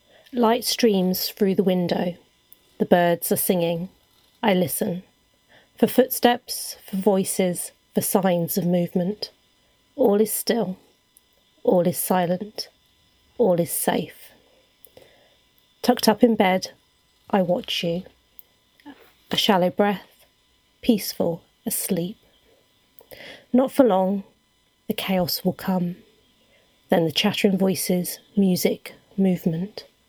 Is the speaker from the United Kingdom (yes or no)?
yes; Salisbury, South West England, United Kingdom; I'm from Salisbury in Wiltshire.